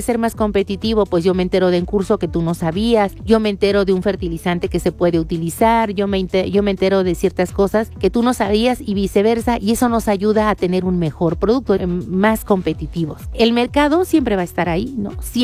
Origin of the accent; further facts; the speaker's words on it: Zimapán, Hidalgo, Mexico; Yo soy de Zimapán, tengo que compartirles, así es que sé de lo que hablo cuando le digo que es riquísima.